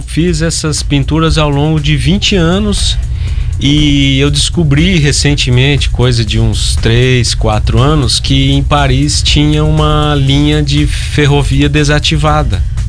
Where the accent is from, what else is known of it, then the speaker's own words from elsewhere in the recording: Santo Antônio da Platina, Paraná, Brazil; Sou de Santo Antônio da Patinha.